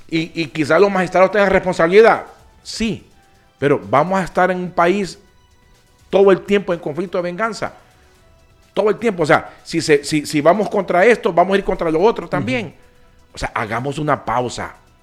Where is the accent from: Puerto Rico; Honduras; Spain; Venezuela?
Honduras; Comayagüela, Francisco Morazán; born there; Yo soy capitalino, nacido en Comayagüela, un día viernes, 8 de marzo. De 74, conozco mis raíces. Mi papá es amapalino, mi mamá es capitalino.